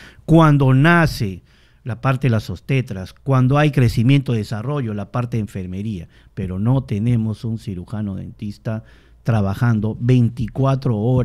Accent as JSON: {"language": "Spanish", "region": "Loreto", "country": "Peru", "said": "yo soy de Loreto"}